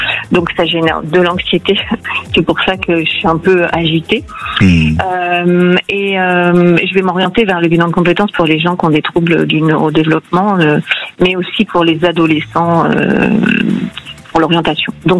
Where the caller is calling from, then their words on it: Aix-en-Provence, Provence-Alpes-Côte d'Azur, France; je vous appelle d'Aix-en-Provence.